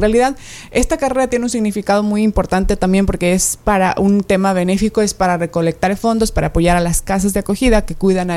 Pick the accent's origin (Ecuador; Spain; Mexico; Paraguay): Ecuador; Quito, Pichincha; moved away as an adult; now in Manta, Ecuador; Soy de Quito